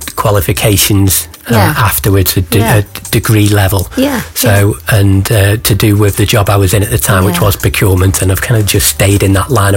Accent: Stoke-on-Trent, West Midlands, United Kingdom; born there; Okay, so I was born in here in Stoke-on-Trent.

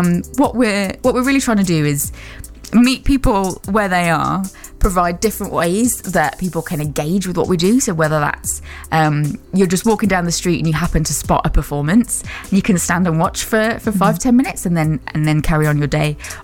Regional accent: Wolverhampton, West Midlands, United Kingdom; accent: Black Country; I'm a black country girl, I'm from Wolverhampton. You can't always hear it unless I speak to my mum. You can hear the twang come out when I'm with my family.

